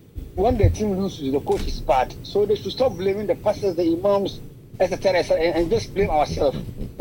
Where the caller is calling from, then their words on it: Alaba, Lagos, Nigeria; calling from Alaba.